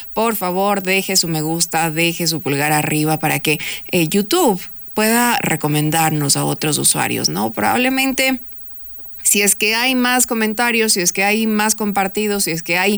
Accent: Quito, Pichincha, Ecuador

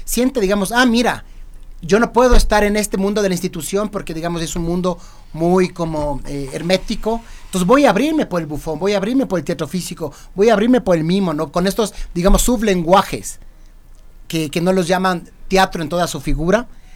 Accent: Quito, Pichincha, Ecuador; este humor de lo diferente que somos los quiteños, ¿no?

